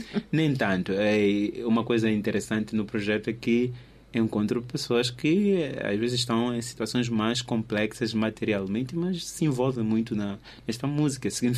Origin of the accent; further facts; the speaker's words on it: Maputo City, Mozambique; Por exemplo, eu venho de Machacane Day. Eu venho de Machacane e tenho muitos colegas que vêm de Machacane.